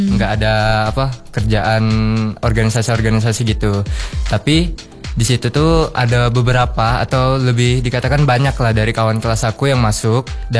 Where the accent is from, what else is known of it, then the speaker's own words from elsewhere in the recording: Palembang, South Sumatra, Indonesia; Aku juga dari Palembang.